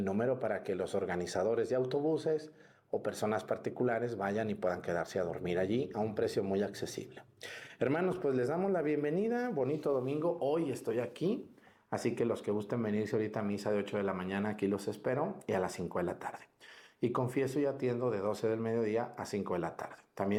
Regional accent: Mesticacán, Jalisco, Mexico; allá en mi pueblo, en Mesticacán, pueden ir.

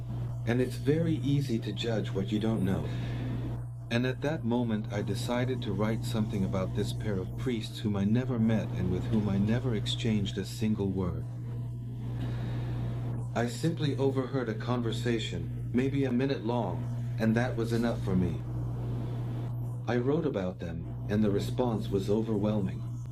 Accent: Mexico City, Mexico; now in Cancun, Mexico; I grew up in Mexico City, and I only came to Cancun after I was married and already had a child.

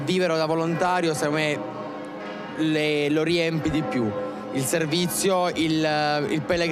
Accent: Macerata, Marche, Italy; Io, Macerata.

